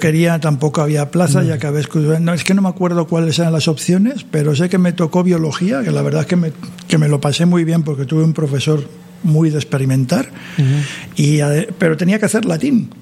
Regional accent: Barcelona, Catalonia, Spain; nos fuimos de la zona norte de Barcelona a la zona sur, al barrio de Sants

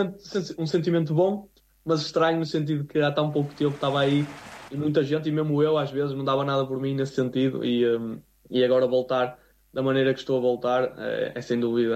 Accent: Portugal; para mim, enquanto português, ir lá a qualquer clube que fosse fazer um golo, é um sentimento de orgulho

